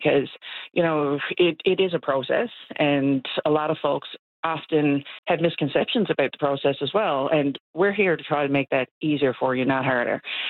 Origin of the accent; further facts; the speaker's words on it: Bonavista, Newfoundland and Labrador, Canada; I grew up around Bonavista